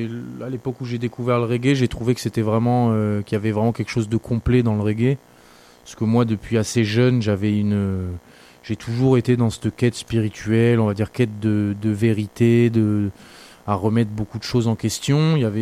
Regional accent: New Caledonia; also born or lived in Paris / Toulouse; now in Haute-Vallée de l'Aude, France; comme j'ai grandi en Nouvelle-Calédonie, c'est vrai que mes premières années en France, j'ai été en ville, donc j'ai été à Paris, j'ai été à Toulouse.

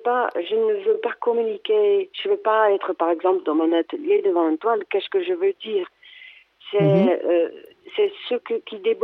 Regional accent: Amsterdam, North Holland, Netherlands; now in Saint-Jean-du-Pin, France; je suis née à Amsterdam. Je suis artiste peintre et j'habite à Saint-Jean-du-Pin, dans les Cévennes.

